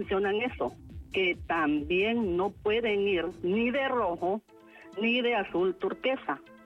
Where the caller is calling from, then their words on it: Honduras; Soy de la Colonia Canadá